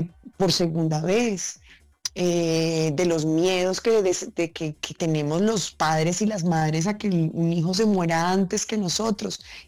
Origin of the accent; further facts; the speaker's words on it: Medellín, Antioquia, Colombia; En mi tierra, Medellín, vamos a estar en Las Américas, en Cine Mallorca, en Cine Procinal.